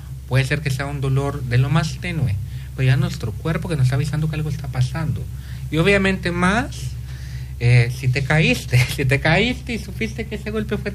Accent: Mexico; moved away; Soy mexicano.

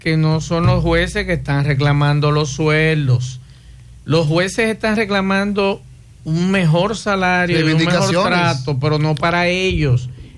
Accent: Juan López, Espaillat, Dominican Republic; Mi tierra, mis raíces son de ahí, de Juan López.

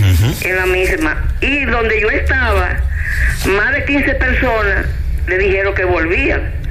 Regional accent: Santiago, Dominican Republic; born there; yo fui declarada en la iglesia de la Altagracia, en Santiago, donde fui bautizada y nací en Palo Quemado.

